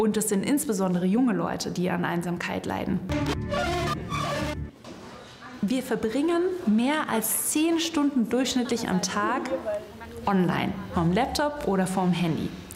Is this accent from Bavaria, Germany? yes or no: no; Baden-Württemberg, Germany; Freiburg, sogar in Villingen, Schwenningen, da komme ich ganz in der Nähe von her. Ich bin mit meiner Mama alleine groß geworden auf der Schwäbischen Alb, angrenzend am Schwarzwald. Wir hatten nicht viel Geld und wir mussten jeden Cent umdrehen.